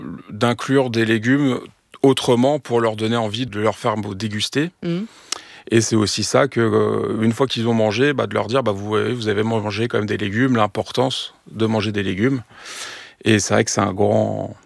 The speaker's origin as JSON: {"language": "French", "town": "Meaux", "region": "Île-de-France", "country": "France", "said": "Alors moi j'adore parce que je viens de Meaux, du coup on a beaucoup une terre de betterave, on va dire."}